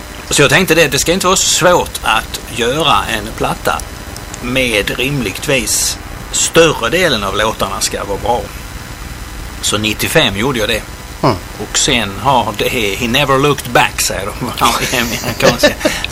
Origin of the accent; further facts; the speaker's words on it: Tyringe, Skåne, Sweden; accent: Skåne dialect; moved away as an adult; also born or lived in Särö, Kungsbacka; som du hör på min dialekt så kommer jag ifrån den bergiga, höglänta delen av Skåne. Jag är från Tyringen nere i Skåne. Men jag har bott ett antal år i Särö utanför Kungsbacka.